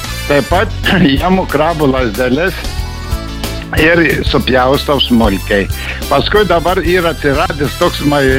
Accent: Lithuanian coast, Lithuania; Iš pajūrio esu.

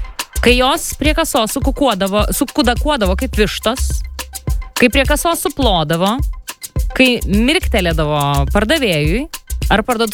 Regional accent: Pasvalys, Panevėžys County, Lithuania; Ne, aš iš Pasvalio.

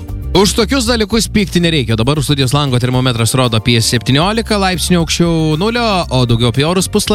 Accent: Klaipėda, Klaipėda County, Lithuania; mes, klaipėdiečiai, sakom, kad kažko šiandien trūksta.

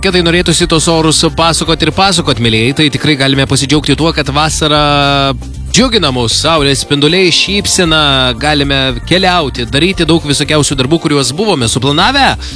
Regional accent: Klaipėda, Klaipėda County, Lithuania; Nors ir esam klaipėdiečiai, kurie labai dažnai nekeliaujam prie jūros

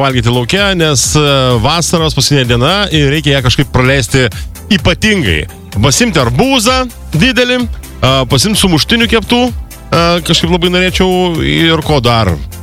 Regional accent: Panevėžys, Panevėžys County, Lithuania; Jūratė iš Plungės, aš iš Panevėžio. Jūratė tuo metu jau gyveno Klaipėdoje, aš buvau Panevėžy

